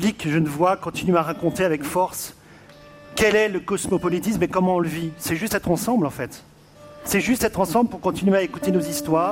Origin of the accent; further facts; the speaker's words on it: France; chez nous, en France